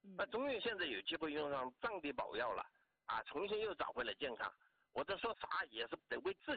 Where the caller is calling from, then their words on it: Jingzhou, Hubei, China; 我是湖北荆州的。